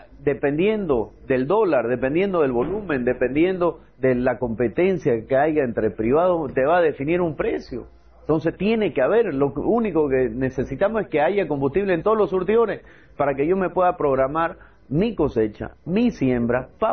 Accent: Bolivia; para que tengamos como bolivianos toda la calidad y el volumen necesario

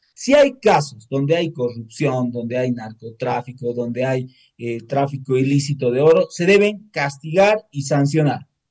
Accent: Bolivia; el gran desafío que tenemos como bolivianos

